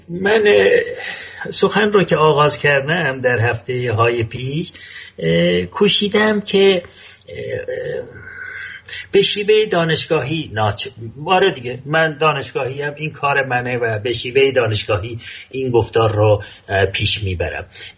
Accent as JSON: {"language": "Persian", "town": "Ardabil", "region": "Ardabil Province", "country": "Iran", "said": "من که اردبیلی هستم، دیگه چون من یه زبانی در اردبیل گفته میکنم"}